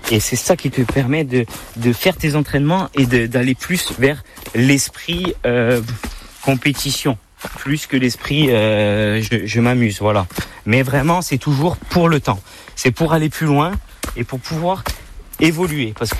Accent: Scat, Corsica, France; Le confinement, j'ai pu le passer au village, chez moi, à Scat. Donc avec toute ma famille.

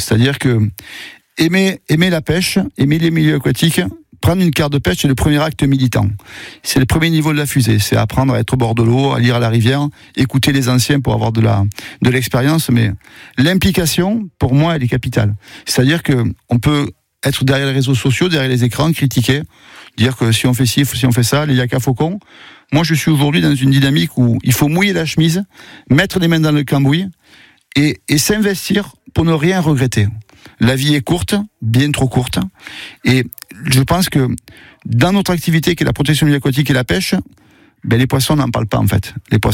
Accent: Occitanie, France; Je suis petit-fils de meunier et de mineur. J'ai grandi en Cévennes, d'où mon accent un petit peu marqué.

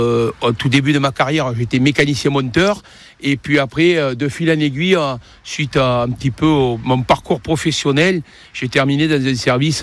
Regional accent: Aigues-Mortes, Occitanie, France; Oui, je suis d'Aigues-Mortes, moi. Je suis issu d'une vieille famille aigues-mortaise.

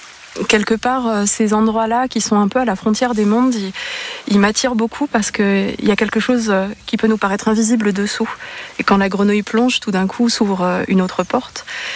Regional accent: Grand Est, France; Et j'ai grandi en Lorraine, dans une région qui est très riche en carrières, en forêts, en milieux assez magiques et insoupçonnés.

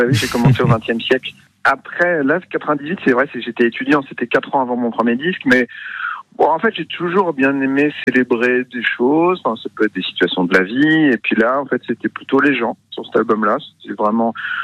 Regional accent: Évreux, Normandy, France; born there

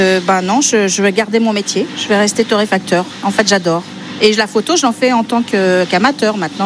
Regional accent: Saint-Amand-Montrond, Centre-Val de Loire, France; also born or lived in Paris, France; je suis de Saint-Amand-Montrond.

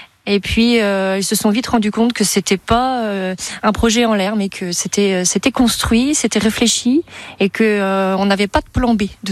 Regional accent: Vivier-au-Court, Grand Est, France; moved away; moi j'ai grandi à Vivy-au-Court, donc pas très loin d'ici. Et puis après, je suis pas mal partie, mais ma famille est restée dans les Ardennes.

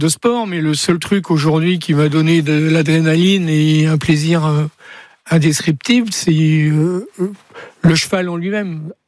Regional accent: Craon, Pays de la Loire, France; je suis né élevé à Cran

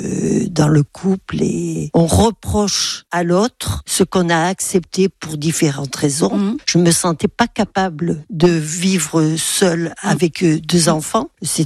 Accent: Massif Central, France; now in Cambo-les-Bains, France; j'ai 79 ans, je suis originaire du Massif Central.

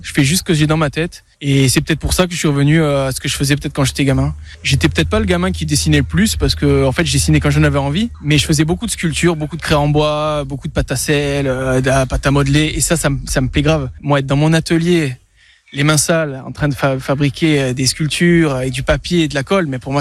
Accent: Nice, Provence-Alpes-Côte d'Azur, France; moved away; suis parti à l'étranger, donc à Dijon, Clermont-Ferrand, Toulouse et compagnie. Quand tu passes le Var en tant que niçois, c'est un peu dur, quoi. Quand ta culture te manque et ta ville te manque

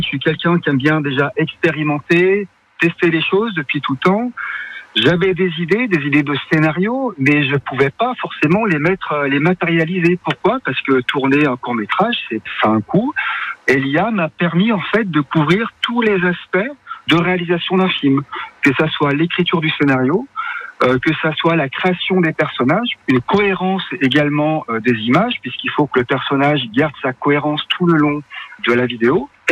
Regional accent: Aix-les-Bains, Auvergne-Rhône-Alpes, France; je suis aixois, je suis né à Aix-les-Bains

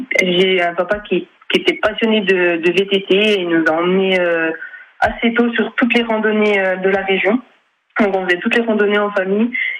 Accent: Morteau, Bourgogne-Franche-Comté, France; born or raised there

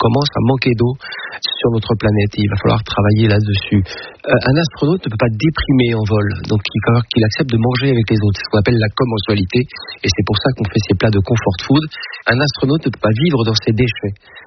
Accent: Paris, Île-de-France, France; moved away as an adult; also born or lived in Tokyo; Parce que je suis né à l'Est. Et quand j'étais en haut de la rue de Belleville, je voyais la Tour Eiffel toute petite.

